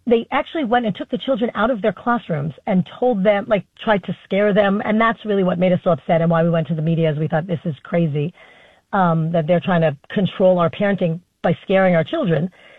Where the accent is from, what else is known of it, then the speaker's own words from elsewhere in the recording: New York, United States; Well, the funny thing is, right, you and I grew up in New York.